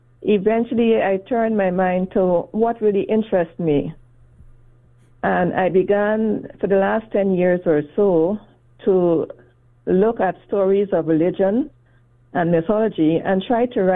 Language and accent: English; Georgetown, Guyana; And I grew up in the country area first and then in Georgetown, Guyana. I went to school there for high school years and also for my bachelor's degree.